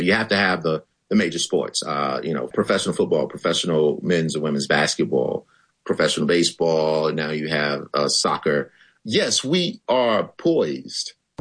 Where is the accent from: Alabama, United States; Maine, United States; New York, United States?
Alabama, United States; I grew up in Alabama. I grew up 3 hours away, rural Alabama.